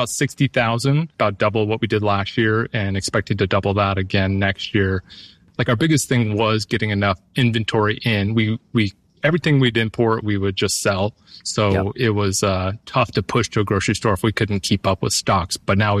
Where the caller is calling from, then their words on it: Longview, Washington, United States; I'm calling from Longview, Washington.